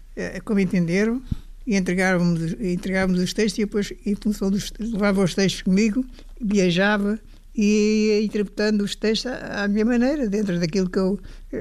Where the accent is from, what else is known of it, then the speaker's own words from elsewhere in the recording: Lisbon, Portugal; Não, eu sou de Lisboa.